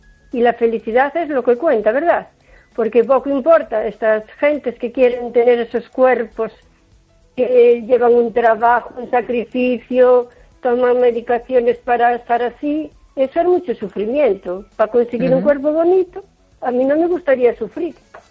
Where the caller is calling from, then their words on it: O Carballiño, Galicia, Spain; la de Carballiño.